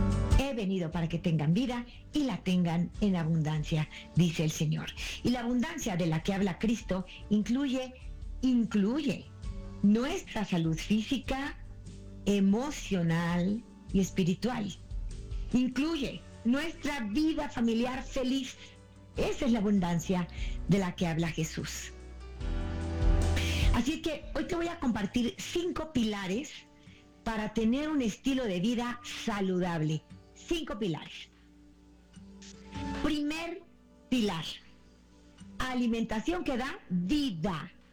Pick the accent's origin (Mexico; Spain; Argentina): Mexico; En mi país, México